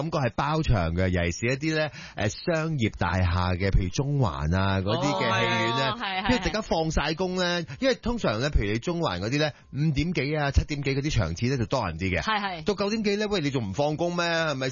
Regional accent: Hong Kong; 我哋香港人有一个好处

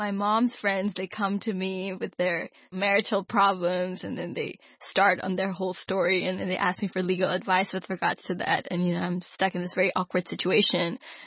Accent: Pakistan; You know, they think you're a Pakistani, I'm a Pakistani.

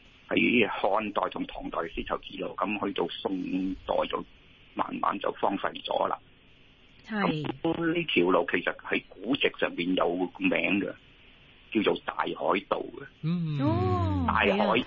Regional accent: Hong Kong; 我哋香港人就好少即係去到呢啲沙漠地方。

